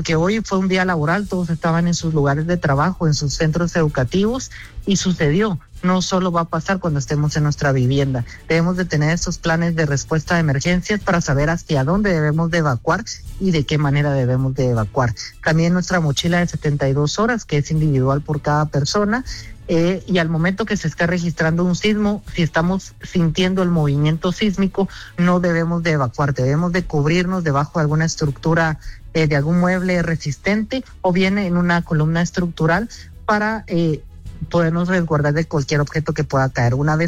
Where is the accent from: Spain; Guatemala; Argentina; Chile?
Guatemala